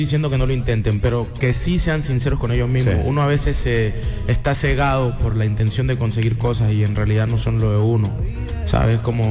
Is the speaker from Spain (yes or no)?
no; Tumaco, Nariño, Colombia; de mi casa, de donde yo vengo, de Tumaco, estamos a mucho tiempo, a muchos kilómetros.